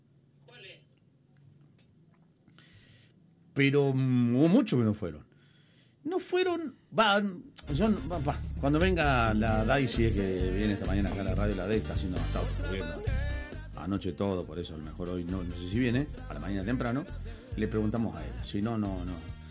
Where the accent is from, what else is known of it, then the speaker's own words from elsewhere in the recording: Bell Ville, Córdoba, Argentina; born there; Porque los dos nacimos en Belleville, por eso.